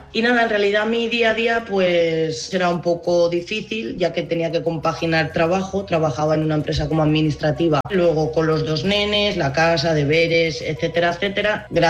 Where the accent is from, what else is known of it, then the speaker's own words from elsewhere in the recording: Valencia, Valencian Community, Spain; Tengo 39 años y soy de Valencia.